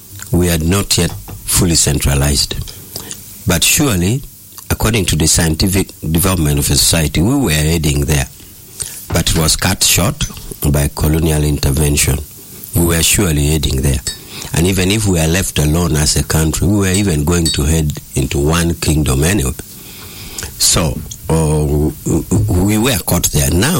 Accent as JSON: {"language": "English", "region": "Northern Region", "country": "Uganda", "said": "I come from Lang."}